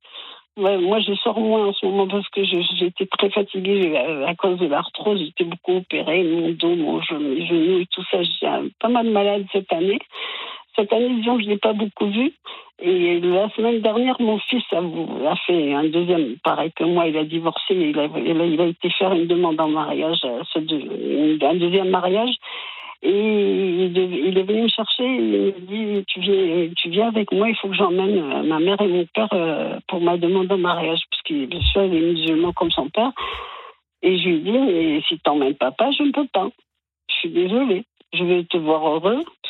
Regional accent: Italy; je reprenne mon nom de jeune fille, parce que je suis italienne … que je reprenne mon nom de jeune fille.

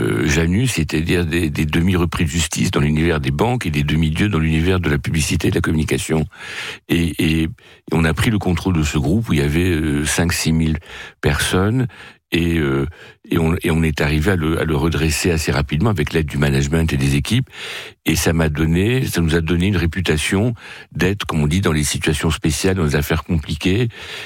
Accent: France; born there; also born or lived in Rio de Janeiro, Brazil; J'ai surtout démarré très loin de la France, puisque je n'ai pas de sang français. Je suis né au Brésil. Je suis arrivé en Europe par le troisième mariage de ma mère, qui épousait un Français

